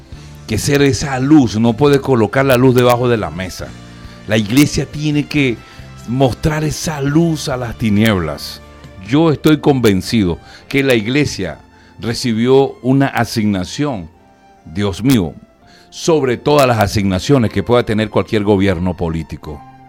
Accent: Venezuela; los venezolanos tenemos que avanzar

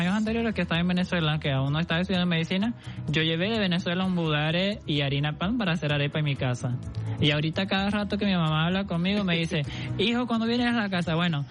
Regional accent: Brazil; No soy venezolano. ¿De dónde eres? Soy de Brasil.

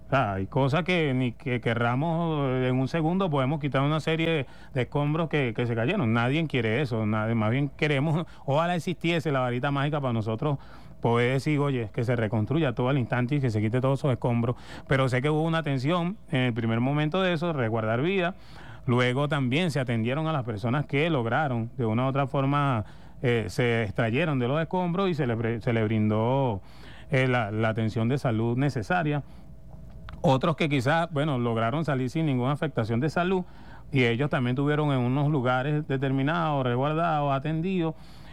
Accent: Venezuela; lo que somos nosotros los venezolanos.

